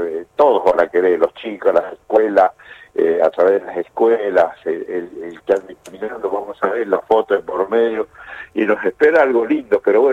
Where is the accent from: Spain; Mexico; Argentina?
Argentina; me emociona como argentino, como veterano, como hincha, y bueno, creo que todos los argentinos nos unió la camiseta, la celeste y blanca